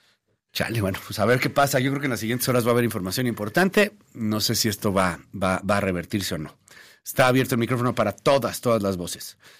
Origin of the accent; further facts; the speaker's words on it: Ensenada, Baja California, Mexico; Soy de Ensenada, Baja California.